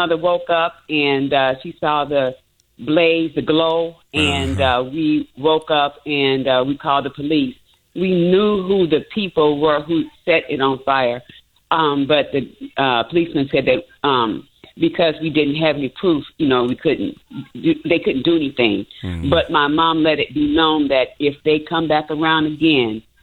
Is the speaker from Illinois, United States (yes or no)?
yes; Chicago, Illinois, United States; now in Cypress, California, United States; that's my hometown